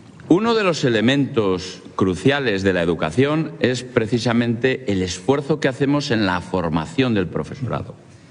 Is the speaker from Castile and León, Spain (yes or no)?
yes; Salamanca, Castile and León, Spain; yo soy salmantino.